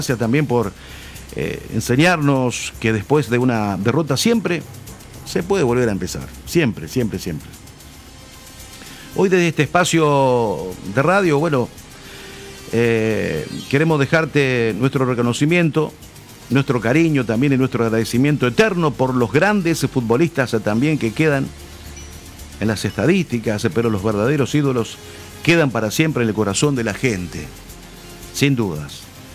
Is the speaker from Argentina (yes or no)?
yes; Argentina